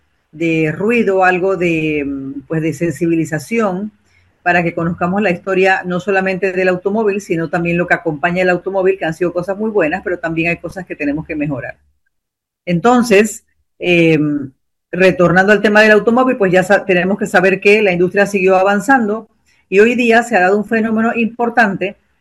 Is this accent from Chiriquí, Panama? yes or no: yes; Chiriquí, Panama; saben ustedes que yo soy de Chiriquí